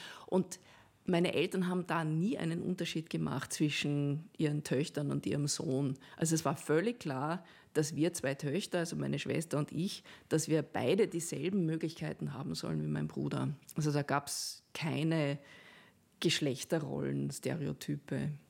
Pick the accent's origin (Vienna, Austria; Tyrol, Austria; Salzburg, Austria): Salzburg, Austria; Saalfelden; Da gab es so neben dem Fußballplatz in Saalfelden im Pinzgau, da wo ich aufgewachsen bin, gab es so ein kleines Fußballfeld